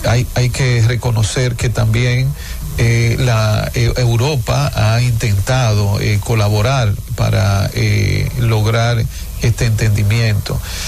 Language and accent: Spanish; Dominican Republic